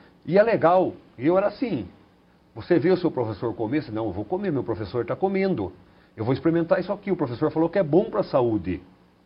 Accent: Sorocaba, São Paulo, Brazil; eu vim da periferia de Sorocaba

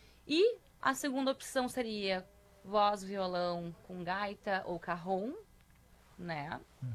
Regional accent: Novo Hamburgo, Rio Grande do Sul, Brazil; also born or lived in Estância Velha; Estância Velha, né? Uhum. Sou natural de Novo Hamburgo.

